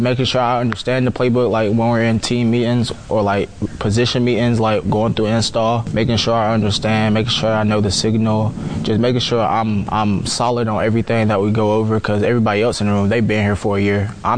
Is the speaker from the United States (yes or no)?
yes; Georgia, United States; moved away as an adult; now in Knoxville, United States; You know, I'm from Georgia